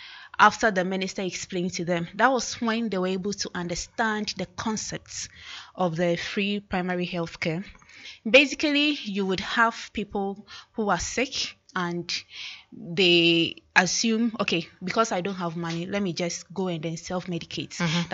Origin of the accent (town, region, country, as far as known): Ghana